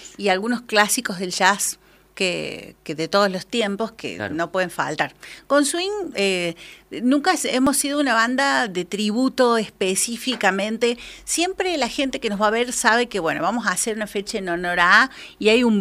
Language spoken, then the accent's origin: Spanish; Río Ceballos, Córdoba, Argentina; yo soy de Río Ceballos, vivo allá